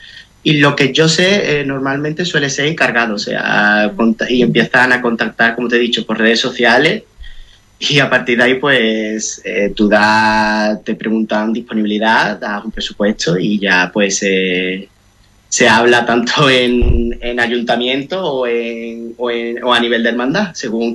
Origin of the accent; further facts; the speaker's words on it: Andalusia, Spain; siendo sevillano